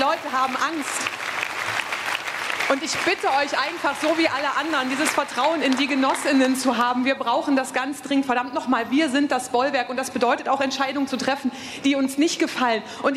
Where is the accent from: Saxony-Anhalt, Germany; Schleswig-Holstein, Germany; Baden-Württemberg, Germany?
Saxony-Anhalt, Germany; Ich komme aus Sachsen-Anhalt. Ich war da gerade im Wahlkampf